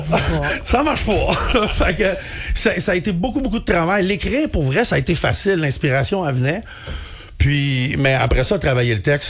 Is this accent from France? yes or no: no; Quebec, Canada; first language French; moi, en plus, je suis un Québécois